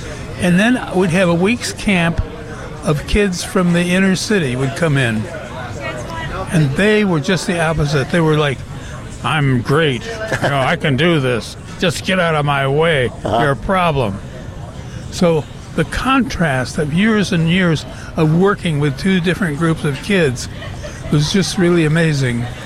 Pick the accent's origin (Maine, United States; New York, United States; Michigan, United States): New York, United States; Buffalo; now in Whatcom County, Washington, United States; I grew up outside of Buffalo, New York.